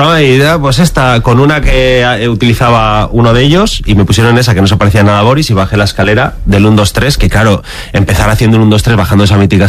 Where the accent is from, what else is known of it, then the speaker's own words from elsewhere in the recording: León, Castile and León, Spain; mi padre es de un pueblo de León, mi madre es de Astorga, mi padre es de un pueblo que se llama Hospital de Órbigo y hemos vivido siempre en León, ¿no? Pero yo en mi pueblo paso los veranos, navidades